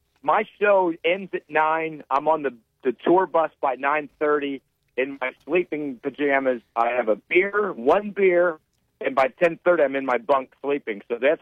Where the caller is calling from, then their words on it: Akron, Ohio, United States; I'm from Akron